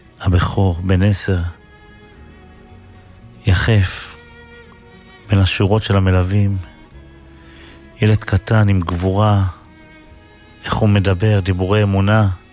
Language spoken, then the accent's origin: Hebrew; Safed, Northern District, Israel; born or raised there